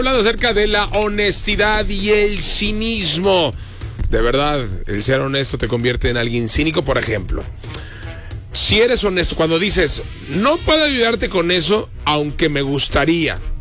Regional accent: Mexico; Soy mexicano

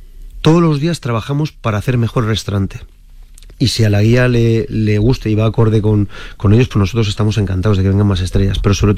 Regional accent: Madrid, Community of Madrid, Spain; Y mira que no soy del Atleti, soy de Madrid, mira, volviendo al fútbol.

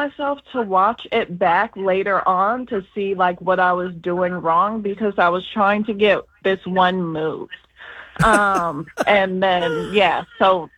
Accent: Atlanta, Georgia, United States; now in Houston, United States; Just figuring out life in Houston, because I'm actually from Atlanta, Georgia.

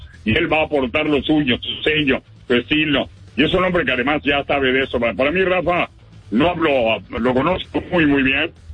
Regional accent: Mexico; porque sí somos los periodistas mexicanos.

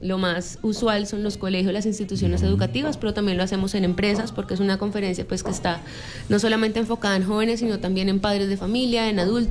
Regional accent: Ibagué, Tolima, Colombia; Más ibaguereña que el tamal

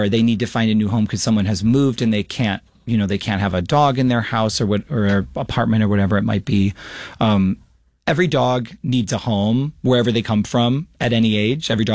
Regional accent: United States; I grew up in America.

